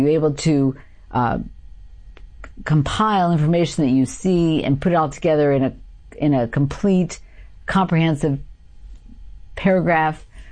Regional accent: Endicott, New York, United States; I grew up in the Triple Cities. There's three small towns, Binghamton, Johnson City, and Endicott. So I actually grew up in Endicott.

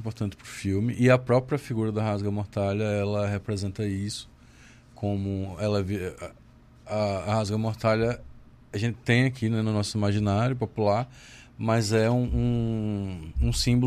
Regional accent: Arapiraca, Alagoas, Brazil; Eu nasci e cresci em Arapiraca.

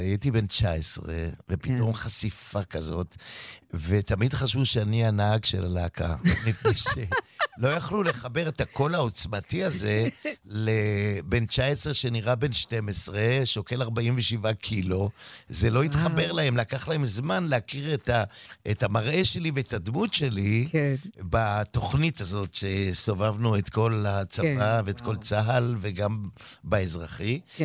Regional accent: Tel Aviv, Tel Aviv District, Israel; אני גדלתי לברכי הבוהמה התל אביבית, אני גדלתי בקסית.

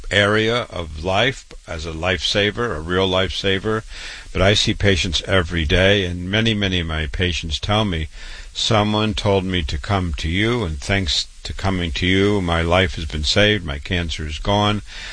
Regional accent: Iowa, United States; I grew up in Iowa, MD at 25.

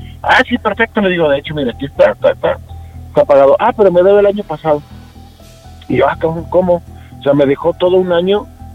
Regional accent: Torreón, Coahuila, Mexico; Sí, de Torreón, mi rey.

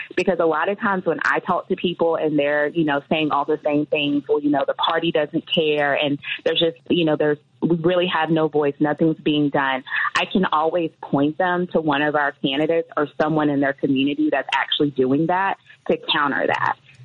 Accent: Mobile, Alabama, United States; moved away; I am originally from Mobile, Alabama

